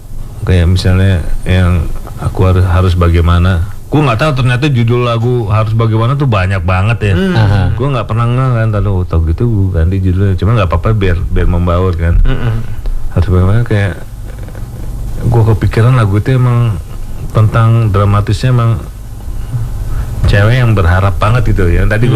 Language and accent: Indonesian; Jakarta, Indonesia; born there; Gue sih emang orang Jawa, bapak ibu gue Jawa. Ibu Solo, bapak Jember. Cuma gue lahir di Jakarta, jadi Betawi, jadi Betokau gitu.